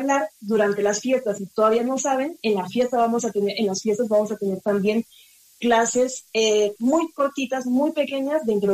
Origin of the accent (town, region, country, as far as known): Mexico; now in Bogotá, Colombia